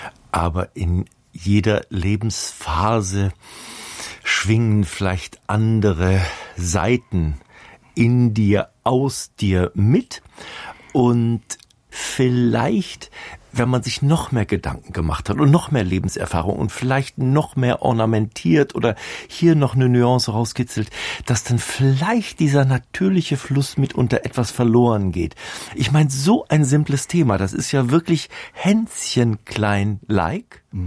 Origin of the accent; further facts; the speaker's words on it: Plön, Schleswig-Holstein, Germany; moved away; also born or lived in Namibia; Ich bin also im Wald am See bei Plön groß geworden. Und dann hatte mein Vater den Wunsch, einmal ins Ausland zu gehen. Und es war wirklich reiner Zufall, dass wir ins damalige Südwestafrika, heutige Namibia, umgezogen sind.